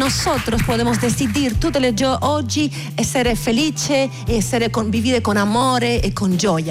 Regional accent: Havana, Cuba; born there; Italian is a second language; sono nata a qui, in Alamar.

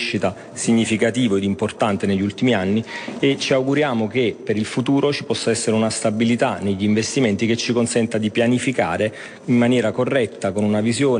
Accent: Naples, Campania, Italy

